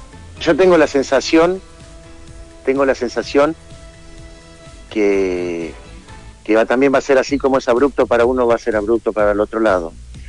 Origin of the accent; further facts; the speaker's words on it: Argentina; te das cuenta que tenemos puntos en común entre todos como argentinos.